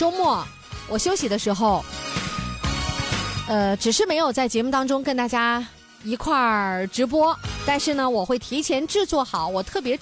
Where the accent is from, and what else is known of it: Northeast China, China; born or raised there; moved away